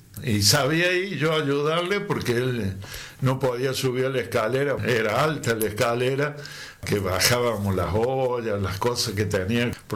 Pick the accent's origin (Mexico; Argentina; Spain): Argentina; Alpa Corral, Córdoba; me crié acá con los viejos y de chico empecé de 4 o 5 años a ayudarle a los viejos